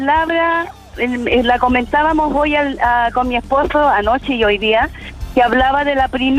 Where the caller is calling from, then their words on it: San Bernardo, Santiago Metropolitan Region, Chile; Yo estoy acá en San Bernardo.